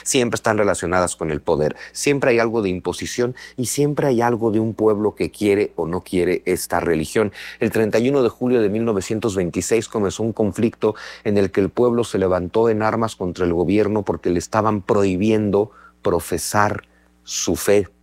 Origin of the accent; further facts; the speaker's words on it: Mexico; país donde el 94% de los habitantes somos hispanohablantes nativos. Somos un país hispanohablante. Nuestra forma de hablar español está llena de mayismos y nahuatlismos. ¿Por qué? Porque somos un país profundamente mestizo desde 1521.